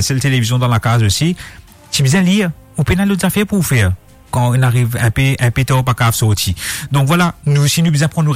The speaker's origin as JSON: {"language": "French", "country": "Mauritius", "second_language": "French", "said": "Bande mauricien, nous français très scolaires, mais généralement, nous français très plus bons, mais nous manque un peu vocabulaire parce qu'il c'est pas nos langages usuels"}